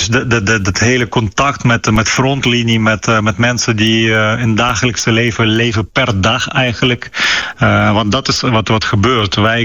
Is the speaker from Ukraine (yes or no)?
yes; Ukraine; Dutch is a second language; omdat ik uit Oekraïne kom en Oekraïne vecht jarenlang tegen Russische agressie